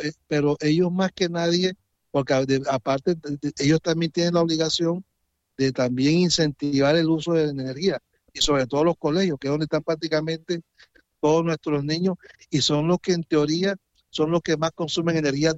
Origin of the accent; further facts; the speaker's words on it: Caribbean Region, Colombia; now in Meta, Colombia; yo no soy de la región, vengo de una región un poco más calurosa, la región Caribe.